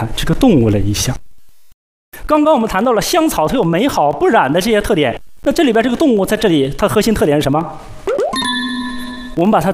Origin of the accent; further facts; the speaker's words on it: Jiamusi, Heilongjiang, China; 我是黑龙江佳木斯人